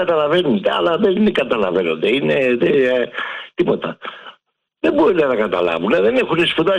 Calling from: Gerakas, Attica, Greece; από το Γέρακα.

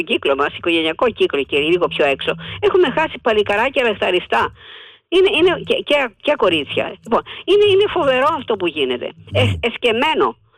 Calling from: Ilioupoli, Attica, Greece; από Ηλιούπολη.

